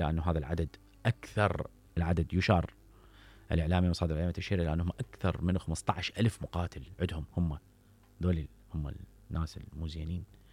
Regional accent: Iraq; انا مواطن عراقي

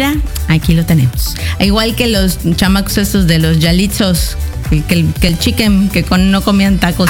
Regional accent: Mexico

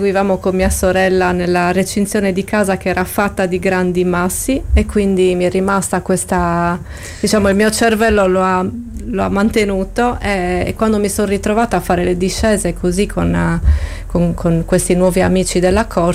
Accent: Capoterra, Sardinia, Italy; Io sono nata e cresciuta a Poggio dei Pini e adesso sono tornata a Poggio dei Pini e sono felicissima di vivere là, anche perché ho le montagne davanti

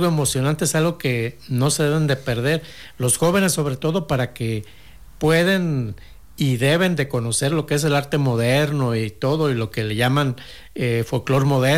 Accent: Aguascalientes, Mexico; aunque yo no sea de Jalisco, soy de Aguascalientes

